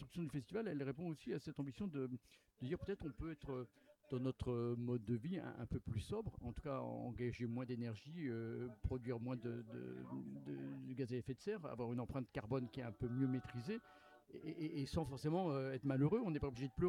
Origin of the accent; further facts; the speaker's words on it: Pau, Nouvelle-Aquitaine, France; also born or lived in Évreux; Je suis de l'agglomération paloise, à Pau.